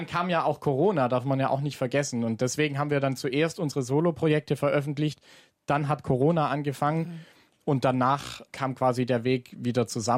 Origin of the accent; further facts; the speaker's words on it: Dettingen an der Erms, Baden-Württemberg, Germany; Es gibt aber von der Heimatgemeinde, wo ich herkomme, Dettingen an der Erms, das ist